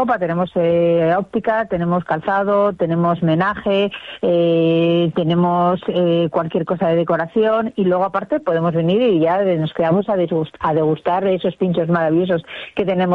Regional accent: Bilbao, Basque Country, Spain; ya sabes que somos de Bilbao y que aquí el tiempo puede ser bueno, puede ser malo

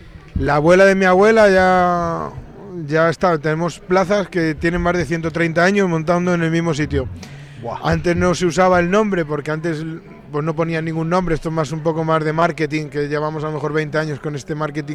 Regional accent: Castroverde, Galicia, Spain; Nosotros somos de Castro Verde.

